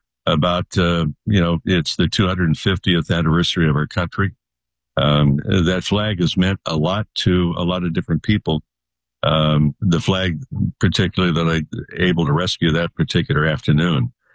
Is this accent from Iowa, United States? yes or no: no; Santa Monica, California, United States; For me, Buster, was going back home because I grew up in Santa Monica.